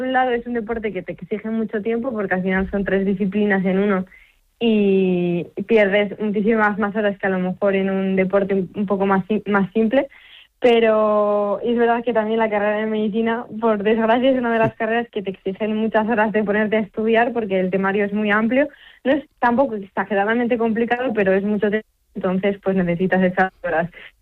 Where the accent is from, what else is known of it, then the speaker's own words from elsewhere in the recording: Cuéllar, Castile and León, Spain; y en mi pueblo, pues que es Cuéllar, un pueblo de Segovia, crearon una escuela para niños para practicar triatlón